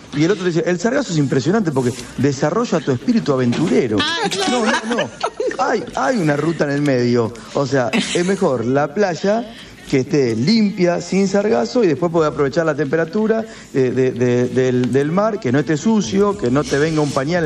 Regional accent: Argentina; como yo soy argentino

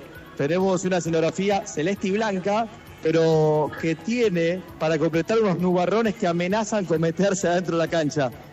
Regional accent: Argentina

